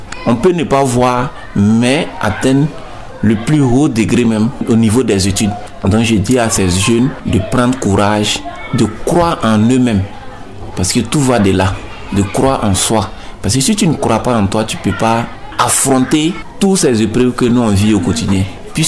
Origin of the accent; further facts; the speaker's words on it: Burkina Faso; C'est parce que chez nous, au Burkina, on ne sait pas.